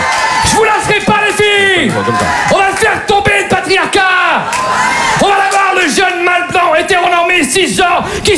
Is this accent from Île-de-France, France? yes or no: no; Hauts-de-France, France; Et je vous rappelle qu'on est du Nord.